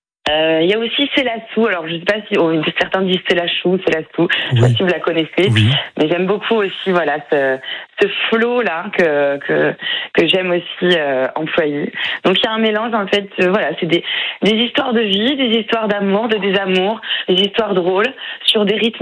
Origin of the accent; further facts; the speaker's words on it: Dijon, Bourgogne-Franche-Comté, France; born there; now in Sens, France; Je suis née à Dijon.